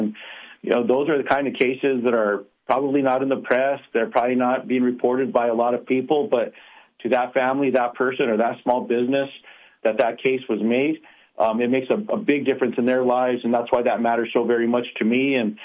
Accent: New Mexico, United States; Look, I'm very proud to be born and raised in New Mexico.

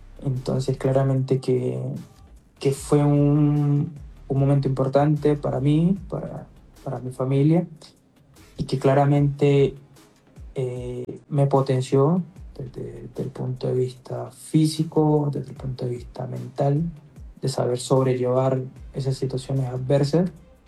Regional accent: Quibdó, Chocó, Colombia; moved away; hago mención del lugar que yo nací, el lugar que me vio crecer

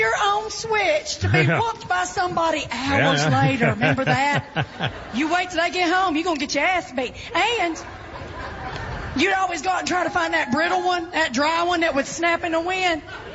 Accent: Southern United States, United States; And as a Southerner, we all knew it took a village.

